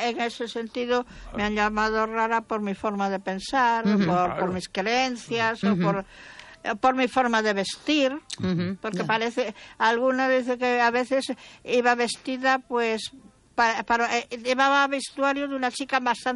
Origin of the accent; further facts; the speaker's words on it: Galicia, Spain; Pues yo, perdona la audiencia, soy gallega.